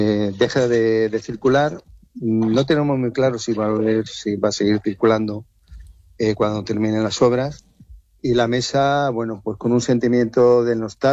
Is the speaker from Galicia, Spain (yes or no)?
no; Almería, Andalusia, Spain; Primero, los almerienses, nuestra forma de ser, nuestro carácter no ha ayudado para nada. Somos un pueblo poco reivindicativo